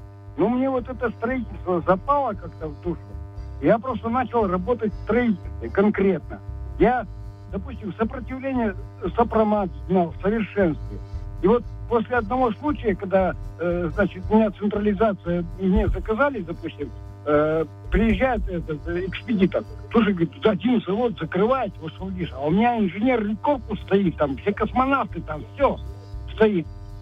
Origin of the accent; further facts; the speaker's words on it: Krasnoufimsk, Sverdlovsk Oblast, Russia; now in Yekaterinburg, Russia; Я из Красноуфимска, Свердловской области. Но я с 79-го года в Екатеринбурге.